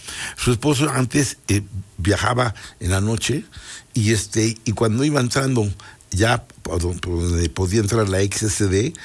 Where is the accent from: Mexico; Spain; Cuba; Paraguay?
Mexico; Puebla; ya sabes cómo somos los poblanos